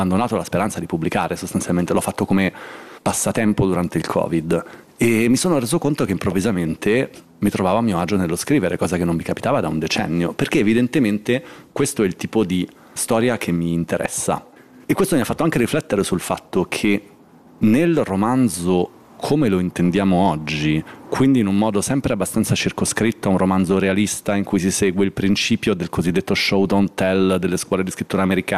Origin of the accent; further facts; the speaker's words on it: Milan, Lombardy, Italy; io sono cresciuto a Milano in una stagione in cui gli spazi di alternativa sociale, che fossero occupati, autogestiti, di ogni tipo, erano tantissimi